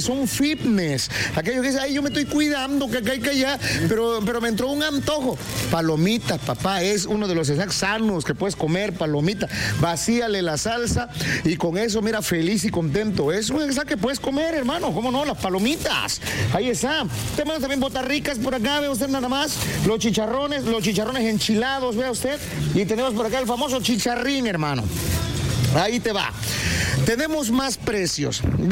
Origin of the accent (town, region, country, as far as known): Tatitlán, Veracruz, Mexico; moved away